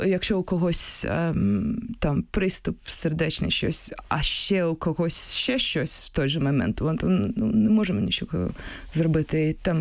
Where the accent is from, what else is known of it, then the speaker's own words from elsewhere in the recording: Kyiv, Ukraine; Я сама з Києва, тому я тут зупиняюся.